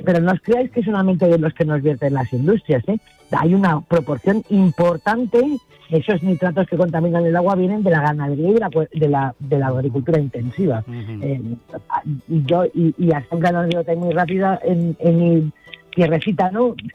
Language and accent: Spanish; Castilla-La Mancha, Spain; Cómo está el oreo, que diría en mi tierra.